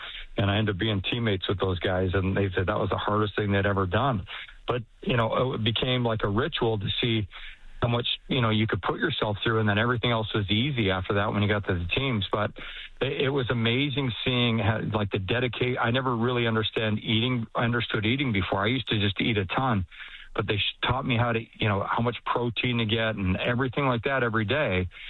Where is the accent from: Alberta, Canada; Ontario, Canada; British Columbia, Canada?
Alberta, Canada; Swan Hills; born there; I was born in Swan Hills, Alberta. It was about 250 people. I was, you say, I was person 251.